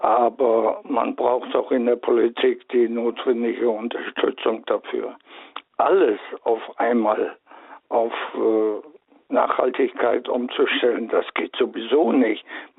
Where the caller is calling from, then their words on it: Friedberg, Germany; hier ist … aus Friedberg